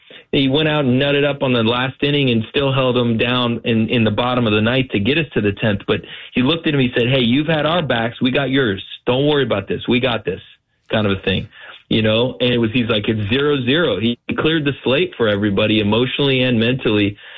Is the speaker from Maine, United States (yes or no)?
no; Illinois, United States; I'm from Illinois